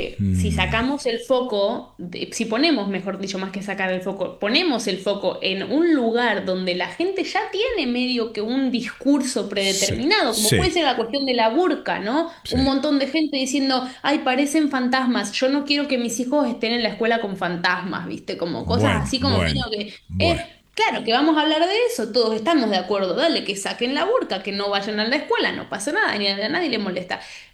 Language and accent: Spanish; Argentina; moved away as an adult; also born or lived in Buenos Aires / San Marcos Sierra; now in Europe; Yo creciendo en Argentina, no sé cómo será la situación hoy porque hace 3 años que no voy